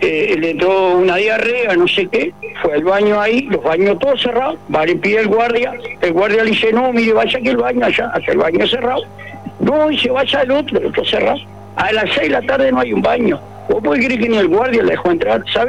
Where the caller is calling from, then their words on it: Maldonado, Uruguay; como soy de Maldonado